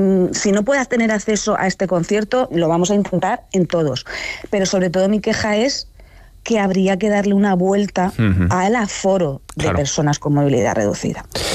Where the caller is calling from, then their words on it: Cartagena, Region of Murcia, Spain; no soy de Madrid, que yo vivo en Cartagena, Murcia